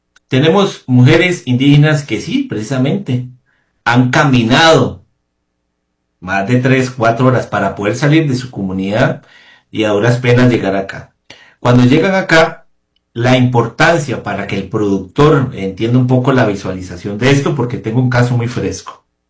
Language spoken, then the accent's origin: Spanish; Costa Rica; nosotros como costarricenses